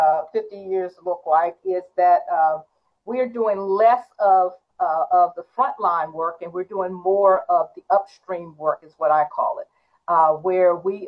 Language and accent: English; Washington, District of Columbia, United States; I grew up in the Washington, D.C. area